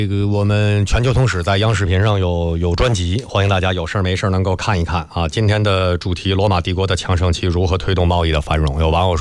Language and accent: Chinese; China; 我们中国人